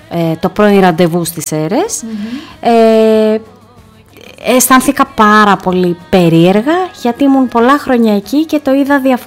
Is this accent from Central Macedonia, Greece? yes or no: yes; Thessaloniki, Central Macedonia, Greece; εδώ στην πόλη μου, να είμαι γέννημα θρέμα